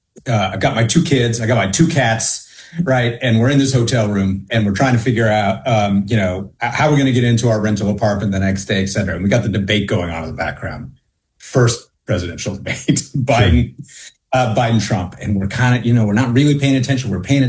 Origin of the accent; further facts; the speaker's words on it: United States; now in Canada; So so let me just say, as I mentioned, I'm an American, and I've only been here for 2 years.